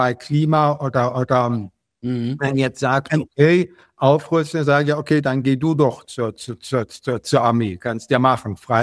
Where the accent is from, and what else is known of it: Berlin, Germany; born there